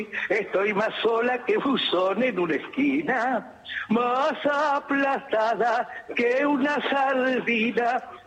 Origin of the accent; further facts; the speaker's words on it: Buenos Aires, Argentina; Pero ¿sabes una cosa? Yo nací en Caballito.